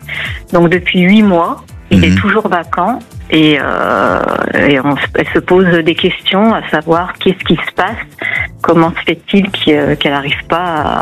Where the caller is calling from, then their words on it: Lyon, Auvergne-Rhône-Alpes, France; J'appelle de Lyon, exactement.